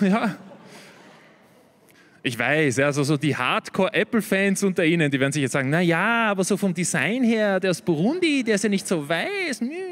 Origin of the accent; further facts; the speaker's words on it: Austria; Also ich komme aus Österreich